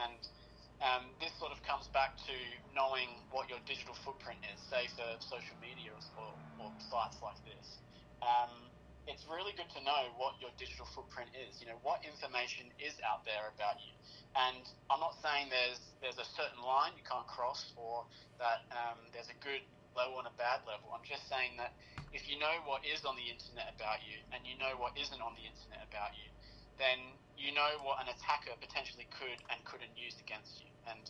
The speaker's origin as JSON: {"language": "English", "country": "Australia", "said": "I'm Australian"}